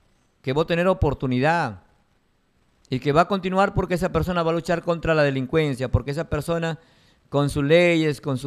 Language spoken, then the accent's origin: Spanish; Peru; Necesitamos, como peruanos, la gran mayoría, creo yo, estabilidad, paz, tranquilidad